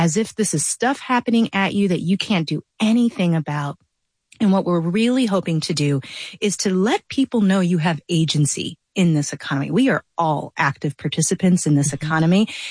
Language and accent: English; St. Louis, Missouri, United States; I grew up in St. Louis, Missouri, where we had extreme. Where we had extreme racial, economic, and class divides that were visible all the time.